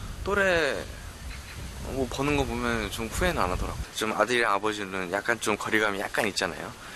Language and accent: Korean; Seoul, South Korea; moved away as an adult; 원래 이제 고향이 서울이라 서울에서 이제 그냥 호텔 다니면서 일했었는데